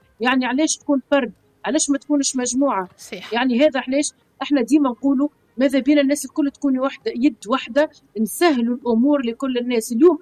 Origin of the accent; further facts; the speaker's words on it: Tunisia; نتشرف اللي احنا كوادر تونسية في هذه القضايا، علاش ماهوش في بلادنا؟